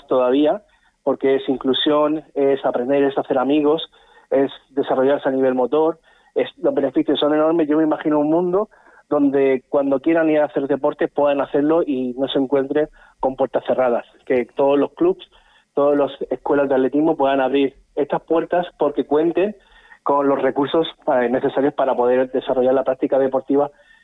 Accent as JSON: {"language": "Spanish", "town": "Cieza", "region": "Region of Murcia", "country": "Spain", "said": "nosotros somos de Cieza"}